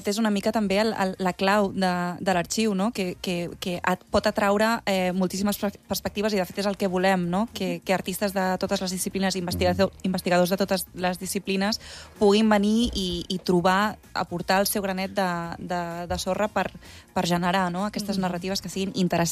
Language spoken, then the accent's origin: Catalan; Barcelona, Catalonia, Spain; Jo no he estat encara, és que jo soc de Barcelona, però clar, ara estic vivint aquí i estic descobrint coses meravelloses.